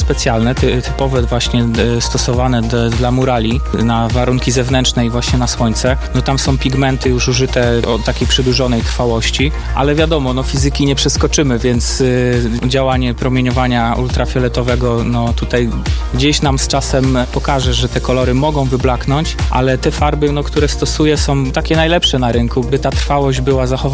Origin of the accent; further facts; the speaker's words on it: Konin, Greater Poland Voivodeship, Poland; No, jestem z Konina.